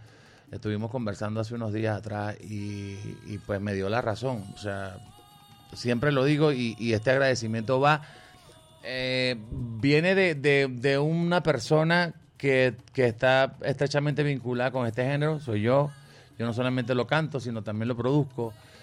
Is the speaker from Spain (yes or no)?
no; Venezuela; nosotros como venezolanos.